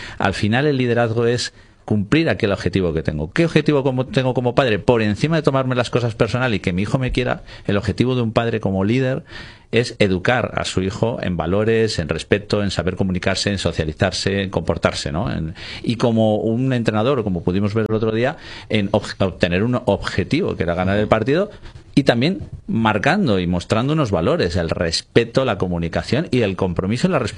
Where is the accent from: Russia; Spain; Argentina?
Spain; yo quería que ganase España, evidentemente, como español